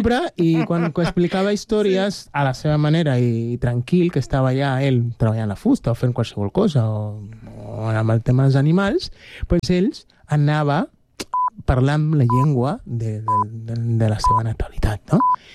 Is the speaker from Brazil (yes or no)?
no; Cuba; first language Spanish; Catalan is a second language; now in Rubí, Spain; que s'assemblava molt al meu poble i a Cuba